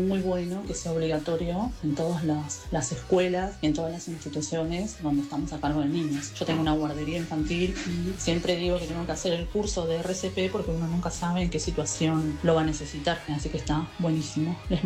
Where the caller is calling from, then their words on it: Luján, Buenos Aires Province, Argentina; del Luján.